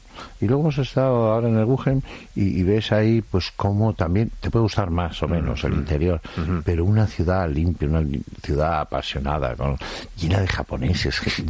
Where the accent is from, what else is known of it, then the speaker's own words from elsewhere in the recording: Madrid, Community of Madrid, Spain; also born or lived in Estella; padres que me llevaron a nacer a Estella, pero yo he vivido toda la vida en Madrid, en Chamberí